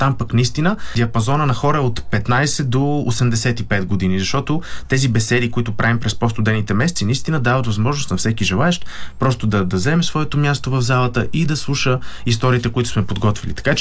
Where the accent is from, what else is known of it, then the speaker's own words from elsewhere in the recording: Sofia, Sofia City, Bulgaria; аз съм от София, целият ми живот е прекаран тук